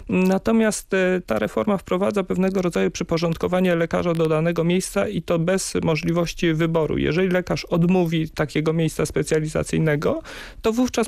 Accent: Greater Poland Voivodeship, Poland; u nas w Wielkopolsce na przykład, które jest bardzo rozciągnięta

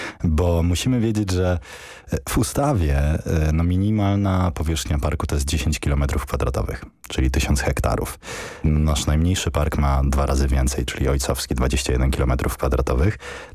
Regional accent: southern Poland, Poland; Pochodzę z południa Polski

